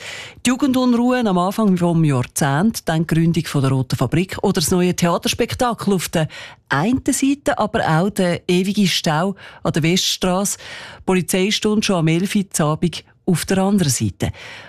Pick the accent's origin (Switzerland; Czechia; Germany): Switzerland; Zürich, Zurich; Das macht mich natürlich auch ganz besonders fröhlich als Zürcherin.